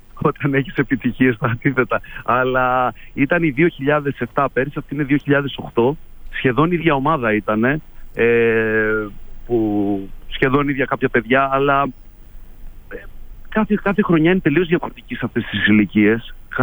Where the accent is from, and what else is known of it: Greece